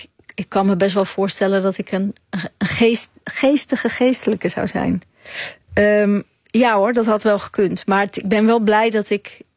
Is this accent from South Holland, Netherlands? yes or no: no; Zaandam, North Holland, Netherlands; also born or lived in Chile; En ik kwam in Zaandam terecht en ik was daar in Poelenburg het enige witte kind. En ik had een soort taalverwarring, want ik sprak Spaans en Nederlands.